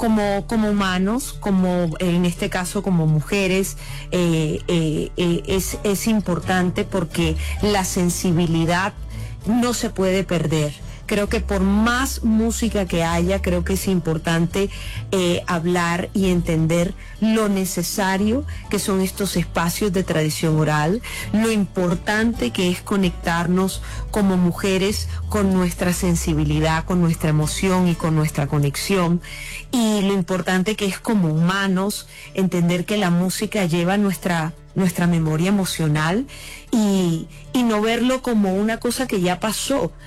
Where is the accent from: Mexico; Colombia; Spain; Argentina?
Colombia; Barranquilla, Atlántico; Además, en mi tierra, en Barranquilla, imagínate.